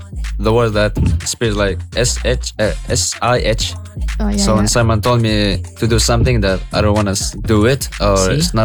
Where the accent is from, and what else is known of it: Yemen; now in Indonesia